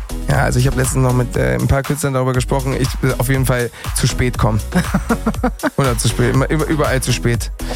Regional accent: Spain; also born or lived in Mallorca; now in Berlin, Germany; meinem spanischen Temperament. Ich bin ja in Spanien groß geworden.

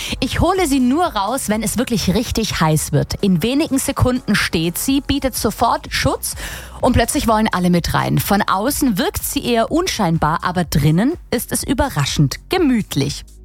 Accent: Leutenbach, Baden-Württemberg, Germany; Leutenbach, das ist mein Ort, mein Heimatort

